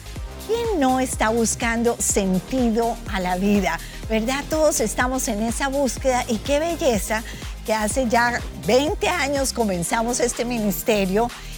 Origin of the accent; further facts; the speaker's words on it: Colombia; Yo soy colombiana, ya lo dije